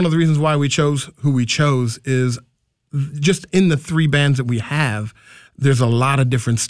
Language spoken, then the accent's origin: English; Chicago, Illinois, United States; because I'm from Chicago